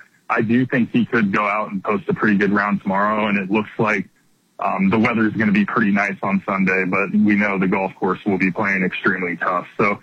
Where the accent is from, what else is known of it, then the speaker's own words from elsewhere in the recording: Kansas, United States; For me personally, it's Sam Stevens, and partly because I'm from Kansas, he's from Kansas, and I've actually played a round of golf with him before.